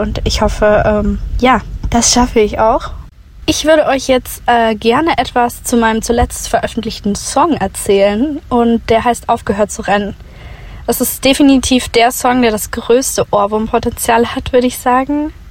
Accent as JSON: {"language": "German", "region": "Bavaria", "country": "Germany", "said": "ich komme aus der Nähe von München."}